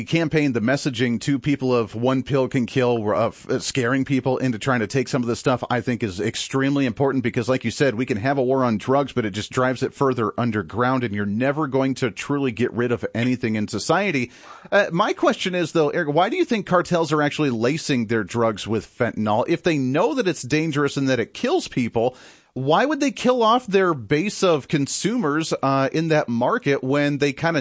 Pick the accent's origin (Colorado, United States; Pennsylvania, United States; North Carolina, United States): Colorado, United States; Bailey; moved away as an adult; now in Kansas, United States; I grew up in Colorado as well. I went to my broadcasting school in Denver there. I grew up in the little town of Bailey, Colorado, where I went to high school.